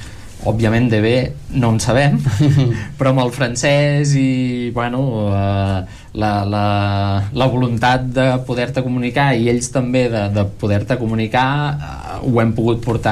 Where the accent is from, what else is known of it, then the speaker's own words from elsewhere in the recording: Tordera, Catalonia, Spain; Jo sóc fill de Tordera